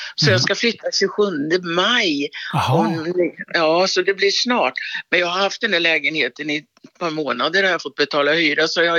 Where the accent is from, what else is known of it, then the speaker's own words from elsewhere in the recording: Åby, Sweden; För att jag har mina vänner där och jag är ifrån Åby